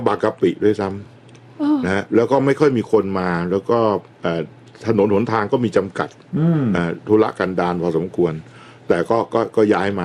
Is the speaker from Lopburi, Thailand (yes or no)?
no; Bangkok, Thailand; เป็นคนกรุงเทพ